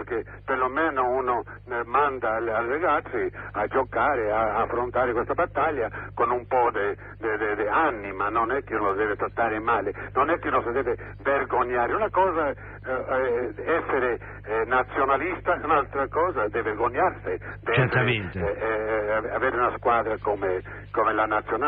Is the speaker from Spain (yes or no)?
no; Mexico; born there; Italian is a second language; mia madre, sono nato in Messico, è bello dire, ma non è che io dico Messico è il miglior paese del mondo